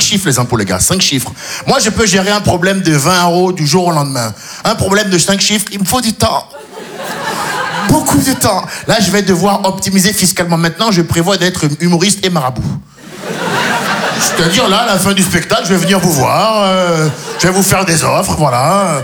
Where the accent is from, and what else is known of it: Benin; also born or lived in France